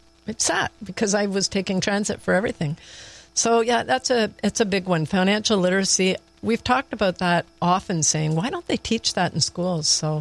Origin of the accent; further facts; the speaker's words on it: Montreal, Quebec, Canada; moved away as an adult; now in Toronto, Canada; when I finished school, I had moved up to Toronto. I was from Montreal and came up here